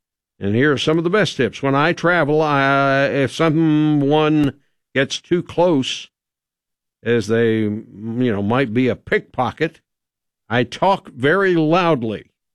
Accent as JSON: {"language": "English", "town": "Lexington", "region": "Kentucky", "country": "United States", "tie": "born or raised there"}